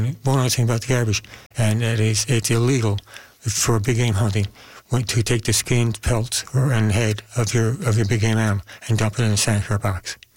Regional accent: St. John's, Newfoundland and Labrador, Canada; also born or lived in Amherst Cove, Bonavista Bay; I grew up here in St. John's. Yeah. Well, I went to school in St. John's. I grew up out in Amherstville, Bonavista Bay, the heart of the bay.

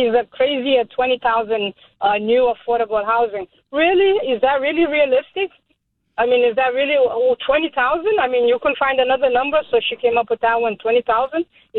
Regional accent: Cape Verde; I'm Cape Verdean.

